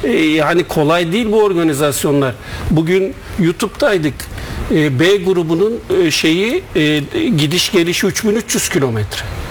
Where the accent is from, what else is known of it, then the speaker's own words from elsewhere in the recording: Istanbul, Turkey; Ya ben İstanbulluyum. Doğma büyüme. Taksimliyim.